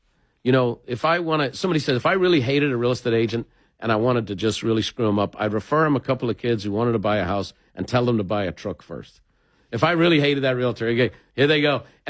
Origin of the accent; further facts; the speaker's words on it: California, United States; My people. I'm from the People's Republic of California.